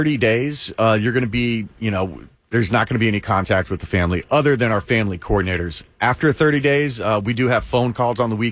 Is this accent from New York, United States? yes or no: no; Houston, Texas, United States; I'm from Houston.